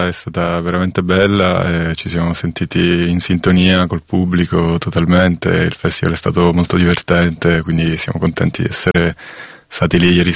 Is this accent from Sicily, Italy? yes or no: yes; Palermo, Sicily, Italy; siamo tutti di Palermo, della provincia di Palermo, sì. Michele di Geracisiculo, che è in provincia, e noi siamo della città.